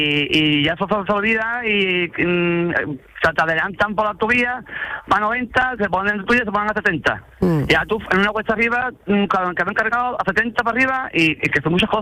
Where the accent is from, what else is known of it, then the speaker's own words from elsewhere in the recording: Jerez de la Frontera, Andalusia, Spain; Yo soy de Jerez, claro. Yo trabajo en Jerez.